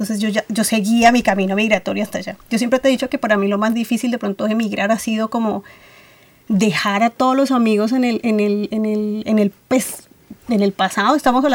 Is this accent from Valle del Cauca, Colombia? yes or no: yes; Valle del Cauca, Colombia; Por eso es que cuando la gente me pregunta a mí de dónde sos, yo siempre digo yo soy de Cali porque es mi lugar más cercano para identificarlo, pero yo soy del Valle. Yo soy del Valle del Cauca